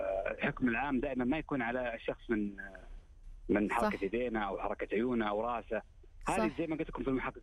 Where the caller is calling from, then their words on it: Riyadh, Riyadh Province, Saudi Arabia; من الرياض